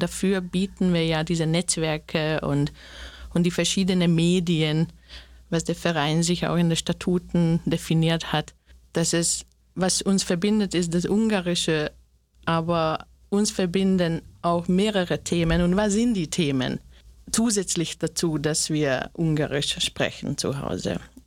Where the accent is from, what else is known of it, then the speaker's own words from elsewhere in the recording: Slovakia; German is a second language; now in Austria; Ich komme auch aus der Slowakei. Ja, also ich bin auch eine Minderheit ich kenne dieses Minderheitsgefühl auch in Österreich. So für mich ist halt ja eine andere Landessprache.